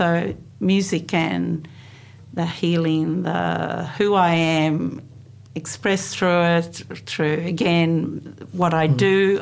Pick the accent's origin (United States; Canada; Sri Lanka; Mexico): Sri Lanka; I was born in Sri Lanka.